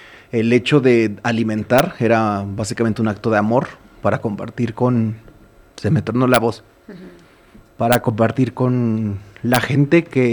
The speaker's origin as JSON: {"language": "Spanish", "region": "Guerrero", "country": "Mexico", "tie": "born or raised there", "also_born_or_lived": "Mexico City", "said": "Crecí en la costa y también crecí algunos momentos en la Ciudad de México."}